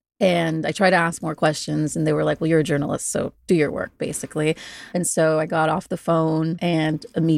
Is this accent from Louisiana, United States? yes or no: no; Chowchilla, California, United States; it was at the women's prison where I grew up near Chowchilla.